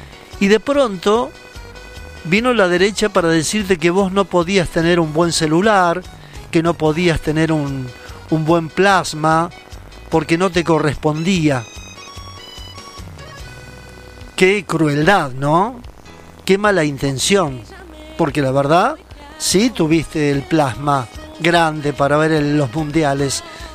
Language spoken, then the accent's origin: Spanish; Argentina; Somos todos los argentinos los que conformamos la República Argentina.